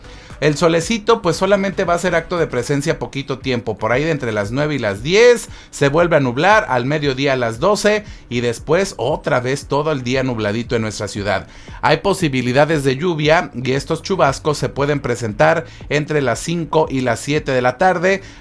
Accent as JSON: {"language": "Spanish", "country": "Mexico", "said": "Los mexicanos, ahora con lo que decía Carmen, somos como que somos muy hospitalarios"}